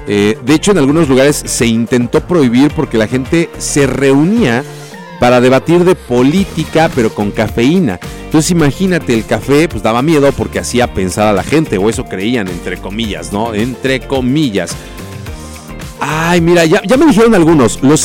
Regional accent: Tehuacán, Puebla, Mexico; Sí, mi hermano, somos de Tehuacán, Puebla

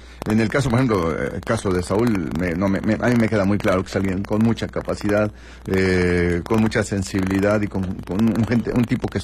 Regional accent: Mexico; de cerrar filas como mexicanos, ¿no?

